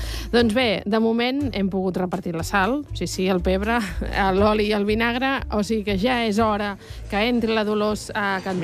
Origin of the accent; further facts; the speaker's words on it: Valencian Community, Spain; Com a valenciana que sóc.